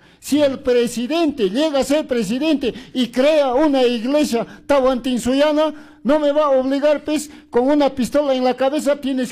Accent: Santo Tomás, Cusco, Peru; Somos hermanos de Chumbivilcas, de Santo Tomás.

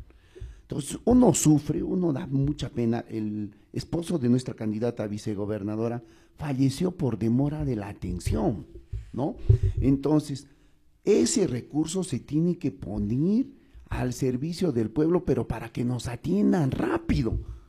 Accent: Peru

